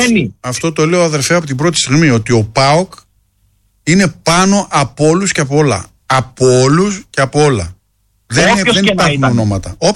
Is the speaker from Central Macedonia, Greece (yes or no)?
yes; Melissochori, Central Macedonia, Greece; και είμαι από, την Ασπρόμαυρη, από το Ασπρόμαυρο Μελισσοχώρι.